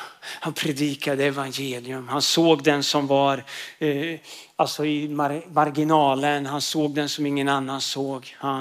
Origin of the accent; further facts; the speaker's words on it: Linköping, Östergötland, Sweden; accent: Östgötska; Jag är från Linköping, så idag kommer ni få lyssna på Guds ord på östgötska.